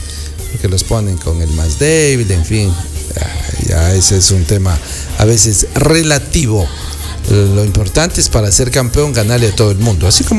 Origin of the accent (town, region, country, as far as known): Ecuador